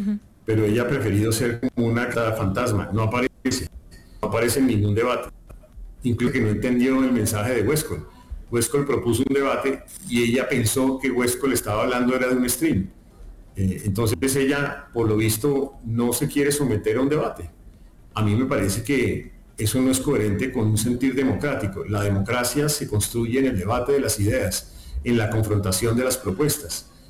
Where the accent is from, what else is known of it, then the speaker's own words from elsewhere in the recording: Colombia; los colombianos estamos cansados